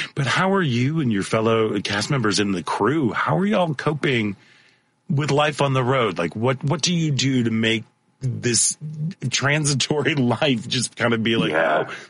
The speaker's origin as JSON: {"language": "English", "town": "St. Louis", "region": "Missouri", "country": "United States", "tie": "born or raised there", "said": "as a kid, growing up in St. Louis, like the Muni was."}